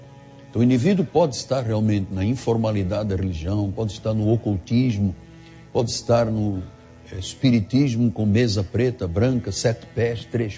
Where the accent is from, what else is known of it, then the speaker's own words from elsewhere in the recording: Angola; born there; moved away; Eu fui um religioso durante 21 anos. Eu era da Igreja Católica Apostólica Romana, na minha terra, em Angola.